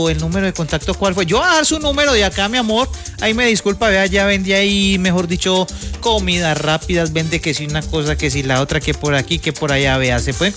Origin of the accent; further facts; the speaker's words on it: Pereira, Risaralda, Colombia; somos nosotros, los pereiranos, la gente del Eje Cafetero y nosotros los colombianos